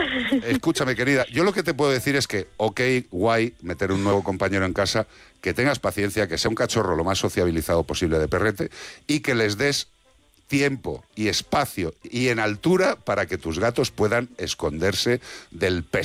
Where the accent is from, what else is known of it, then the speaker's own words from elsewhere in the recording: Madrid, Community of Madrid, Spain; born there; yo nací en Madrid.